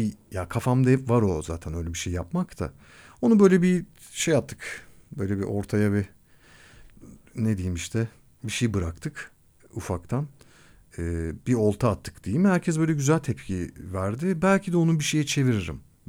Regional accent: Kadıköy, Istanbul, Turkey; Daha Kadıköylüyüz ya, ben Kadıköylü rockçısıyım ama normal.

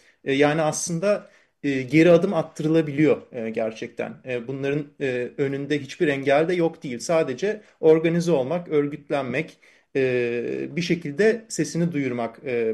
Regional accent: Princes' Islands, Istanbul, Turkey; Yani aslında biz Adalılar olarak ve toplum olarak böyle etkinliklerin faydasını değil zararını göreceğiz.

